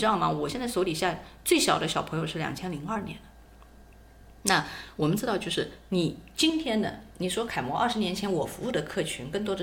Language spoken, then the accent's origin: Chinese; Jiangsu, China; 然后你知道我是江苏人，然后我们这边的女孩子就像人家会说台湾女孩子很温柔